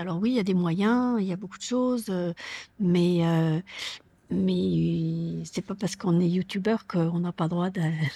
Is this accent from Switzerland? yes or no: yes; Lausanne, Vaud, Switzerland; born there; Donc, quand je suis en Suisse, alors je suis suisse. Quand je suis à Lausanne, je suis vauloise parce que je suis née à Lausanne. Quand je suis en France, je suis française. Et quand je vais au Canada, je suis canadienne.